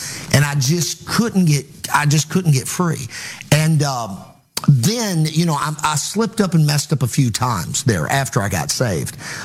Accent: Providence, Kentucky, United States; I would be driving from my hometown in Providence, Kentucky, to take classes in Madisonville, Kentucky.

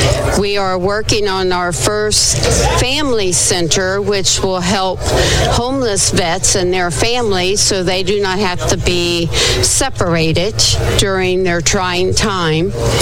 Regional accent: Kentucky, United States; born or raised there; also born or lived in Ohio

